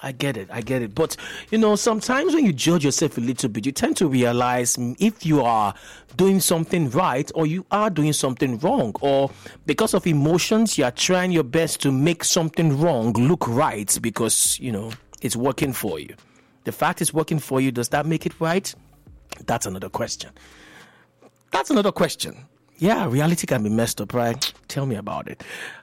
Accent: Delta, Nigeria; I'm from Delta State.

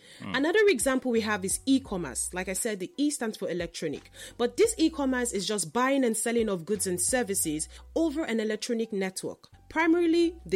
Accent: Nigeria; as a Nigerian

